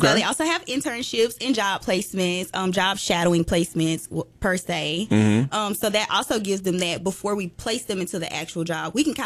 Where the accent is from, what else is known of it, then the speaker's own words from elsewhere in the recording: Dixons Mills, Alabama, United States; So I grew up in Dixon Mills, Alabama.